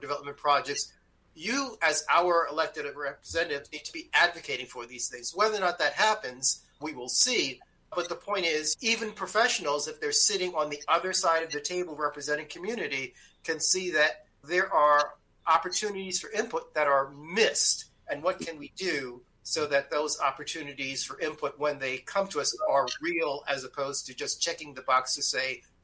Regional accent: New York City, New York, United States; I was from that community. I grew up in East Harlem. My mother and father were born in Central Harlem, although my mother at a very young age moved to the Caribbean, but she came back.

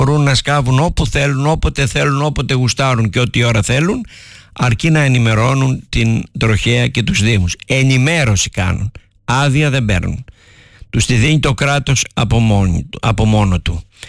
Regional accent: Patras, Western Greece, Greece

